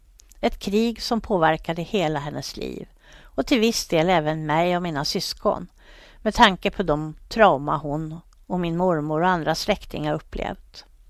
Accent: Stockholm, Stockholm County, Sweden; Men miljöerna är jag förstås bekant med eftersom jag växte upp i Vällingby.

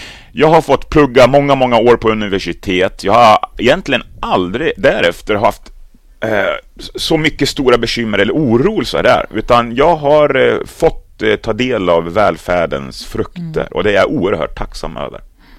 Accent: Avesta, Dalarna County, Sweden; lilla bruksorten Avesta, stålstaden där jag växte upp

